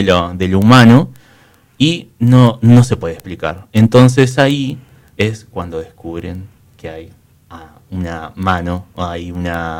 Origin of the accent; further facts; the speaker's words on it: Río Gallegos, Santa Cruz, Argentina; Y yo le digo, de Río Gallegos.